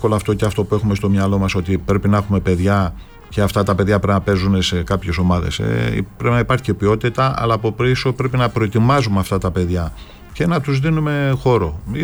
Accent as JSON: {"language": "Greek", "country": "Greece", "said": "Εγώ σαν Έλληνας προπονητής"}